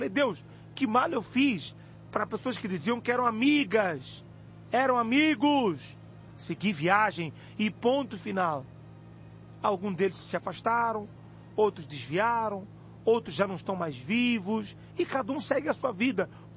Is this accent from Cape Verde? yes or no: no; Mozambique; moved away as an adult; now in Brazil; Eu já sofri racismo na igreja, em Moçambique, na minha terra.